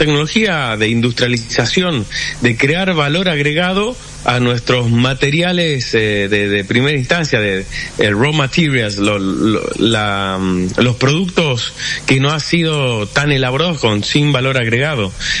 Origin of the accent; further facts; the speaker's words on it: Salta, Argentina; moved away as an adult; now in Guangzhou, China; Los dueños somos los salteños, es